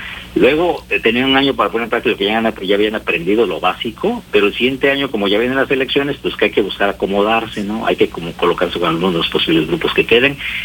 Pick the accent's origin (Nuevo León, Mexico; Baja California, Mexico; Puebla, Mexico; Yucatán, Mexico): Baja California, Mexico; Tijuana; Por ejemplo, yo te soy uno de Tijuana. Mira, en Tijuana el municipio tiene al año 11,000 millones de pesos, ¿ok?